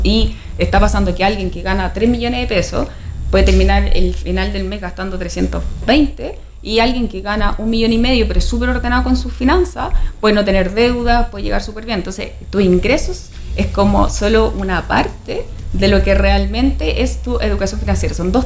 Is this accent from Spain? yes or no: no; Chile; somos, como chilenos en general, somos súper desordenados con nuestras finanzas.